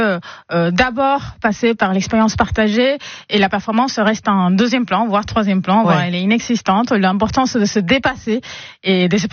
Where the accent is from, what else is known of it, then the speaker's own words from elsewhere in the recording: Caracas, Capital District, Venezuela; Et ben bonjour … On vient tous les deux de Caracas.